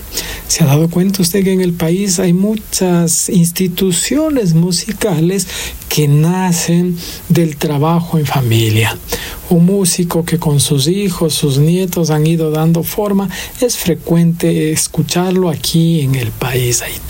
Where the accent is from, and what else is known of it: Ecuador